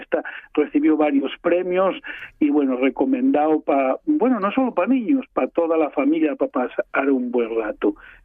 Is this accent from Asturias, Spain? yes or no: yes; Asturias, Spain; porque somos asturianos, por supuesto